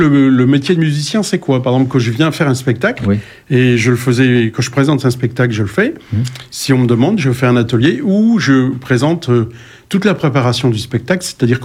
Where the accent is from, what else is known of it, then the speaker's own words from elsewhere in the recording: Langres, Grand Est, France; Alors, moi, je viens de la région de Langres, dans l'est de la France.